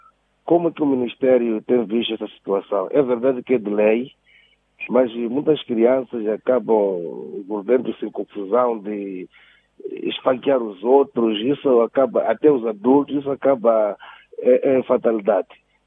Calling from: Matola, Maputo, Mozambique; Eu sou de Congolão, do município da Matola.

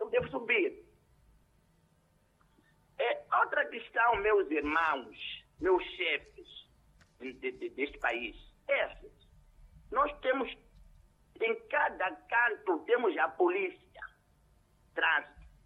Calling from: Gaza, Mozambique; Portuguese is a second language; a partir do posto administrativo de Xidengue. Peço desculpa para o meu português, eu não falo bem português.

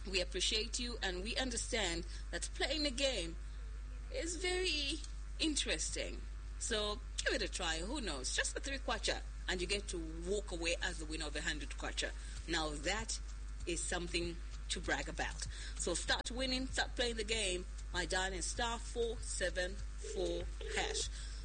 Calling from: Zambia; I'm calling you from Winvic, Zambia.

